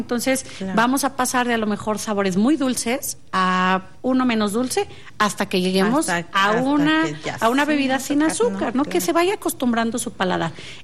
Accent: Mexico; Como padres, como mexicanos

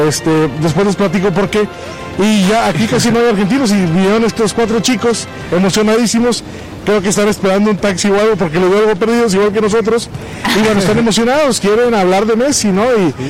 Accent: Mexico; Somos de México.

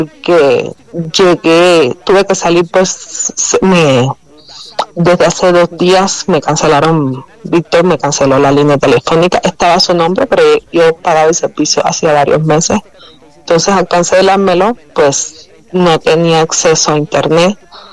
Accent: Cuba; la diferencia de mí, que soy de origen cubano, que yo estoy nacionalizada actualmente

